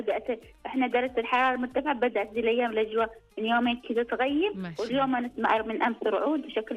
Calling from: Sabya, Jazan Province, Saudi Arabia; صبية، محافظة صبية.

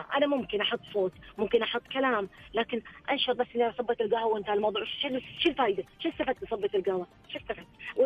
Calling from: Dammam, Eastern Province, Saudi Arabia; من الدمام.

